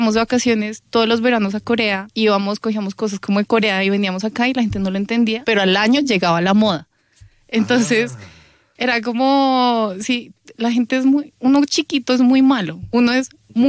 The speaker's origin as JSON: {"language": "Spanish", "country": "Colombia", "tie": "born or raised there", "said": "nosotras crecimos en Colombia"}